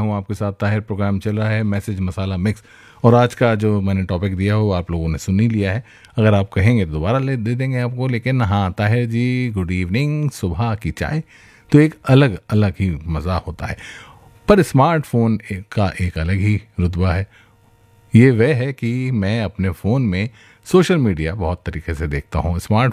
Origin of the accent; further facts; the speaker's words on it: Ghaziabad, Uttar Pradesh, India; मैं गाज़ियाबाद से हूँ।